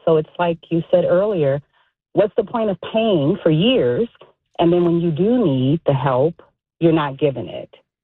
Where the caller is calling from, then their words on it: Chicago, Illinois, United States; So it's actually Morgan Park.